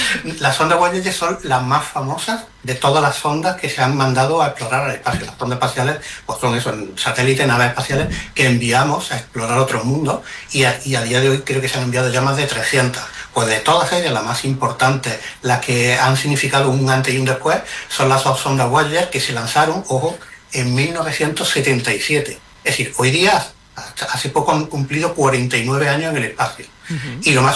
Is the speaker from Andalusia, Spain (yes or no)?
yes; Andalusia, Spain; accent: Andalusian; con nuestro acento andaluz además queda mucho más divertido.